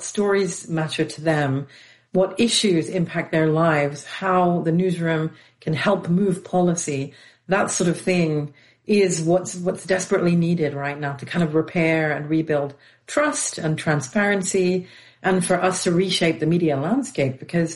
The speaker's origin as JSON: {"language": "English", "region": "London", "country": "United Kingdom", "tie": "born or raised there", "said": "I'm a big Arsenal fan, sorry, but born and raised in London."}